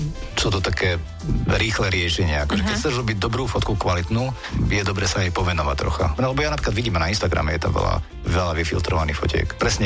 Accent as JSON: {"language": "Slovak", "town": "Humenné", "region": "Prešov Region", "country": "Slovakia", "said": "Pred tými 22 rokmi som začínal v humenskom klube, kde odkiaľ pochádzam"}